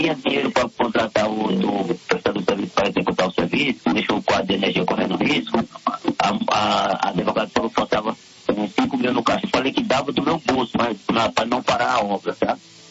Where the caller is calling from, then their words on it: Brazil; Eu falo do Jardim Esmeralda.